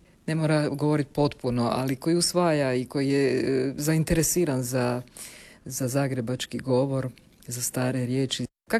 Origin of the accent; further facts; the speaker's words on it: Čakovec, Međimurje County, Croatia; Ja sam iz Čakovca, a moji roditelji, to uvijek volim naglasiti, su s gornjeg Međimurja.